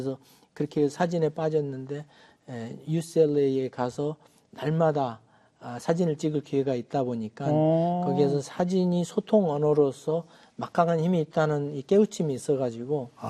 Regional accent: South Korea; now in Los Angeles, United States; 말은 영어로 했지만 정체성은 항상 한국 사람으로 살았습니다.

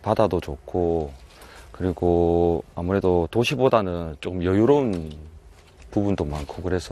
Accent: Geoje, South Gyeongsang, South Korea; moved away as an adult; 우리 고향이란 것도 있지만은

